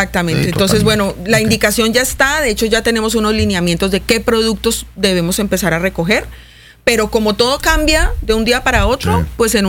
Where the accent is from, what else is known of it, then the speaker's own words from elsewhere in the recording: Cali, Valle del Cauca, Colombia; now in Mérida, Mexico; Yo soy de Cali.